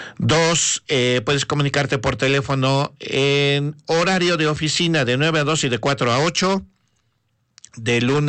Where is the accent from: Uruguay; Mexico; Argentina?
Mexico; Nosotros como mexicanos